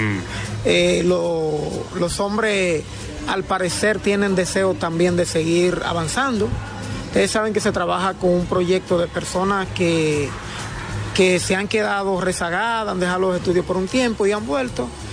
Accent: San Francisco de Macorís, Duarte, Dominican Republic; de San Francisco de Macorís.

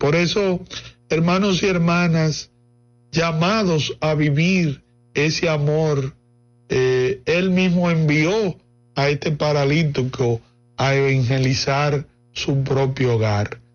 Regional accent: Tamboril, Santiago, Dominican Republic; Soy de allá de Tamboril. Específicamente yo soy de un campo de Carlos Díaz.

